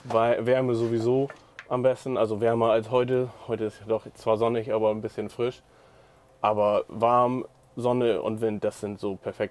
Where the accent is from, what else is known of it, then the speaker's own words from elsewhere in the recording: Syria; first language Kurdish; German is a second language; now in Germany; Ich komme aus Nordsyrien. Meine Muttersprache ist Kurdisch. Und ich habe Arabisch auch 11 Jahre gelernt.